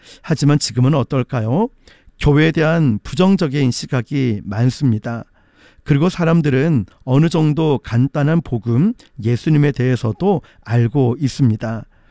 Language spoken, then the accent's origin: Korean; Geoje, South Gyeongsang, South Korea; also born or lived in Yeongwol, Gangwon; 저는 강원도 영월에서 태어났고 학창시절은 거제도에서 보냈고